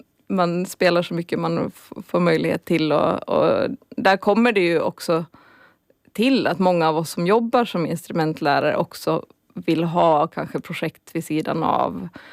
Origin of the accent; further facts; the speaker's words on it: Åland, Finland; Jag är uppvuxen på Åland, har tagit några kringelkrokar i livet och nu bor jag här sedan några år tillbaka.